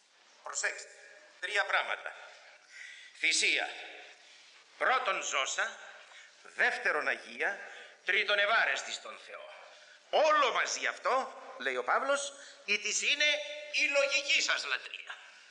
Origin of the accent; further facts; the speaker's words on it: Greece; επειδή είμαι Έλληνας